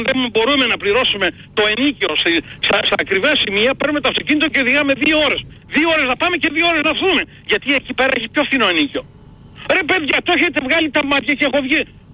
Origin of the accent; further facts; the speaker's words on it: Greece; moved away; Εγώ είμαι 40 χρόνια φευγάζω έξω και έχω δικαίωμα να το μιλήσω. Αλλά είμαι Έλληνας, right?